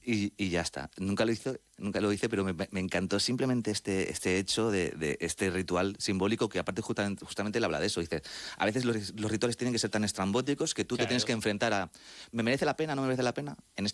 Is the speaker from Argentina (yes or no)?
no; Madrid, Community of Madrid, Spain